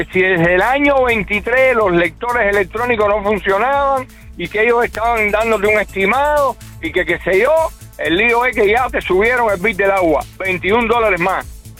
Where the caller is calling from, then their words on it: Hollywood, Florida, United States; Yo vivo en Hollywood.